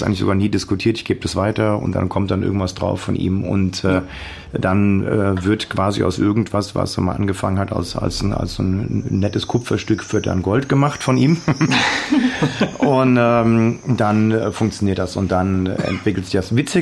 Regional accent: Hesse, Germany; Ich bin Hesse, gell?

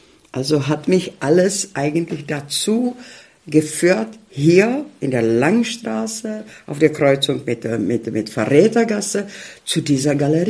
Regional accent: Ústí nad Labem Region, Czechia; also born or lived in Spain; ich komme zwar aus Tschechien, aber sozusagen, ich bin eine gebürtige Oberlausitzerin, weil ich wirklich, ich bin, weil ich an der Quelle von Mandau geboren zur Welt gekommen bin.

